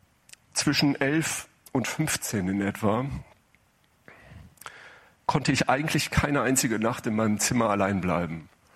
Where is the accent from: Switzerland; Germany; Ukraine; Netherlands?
Germany; Leopoldshöhe, North Rhine-Westphalia; Und ich weiß noch, wie wir nach Hause fuhren von der Schule, das ist bei uns in Leopoldshöhe so ein Schulzentrum. Und dann ist es so, er musste dann immer noch mal weiter geradeaus fahren Richtung Nienhagen. Und bei mir war es dann so, dass ich dann links abbog, nach Schuckenbaum rein.